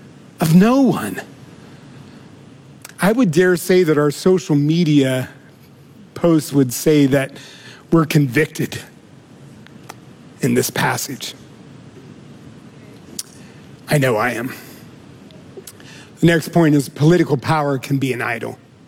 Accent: United States; I think as American citizens, we should vote.

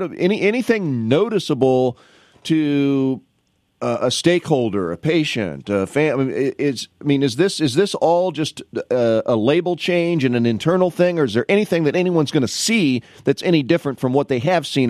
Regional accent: Peoria, Illinois, United States; I'm from the Peoria area

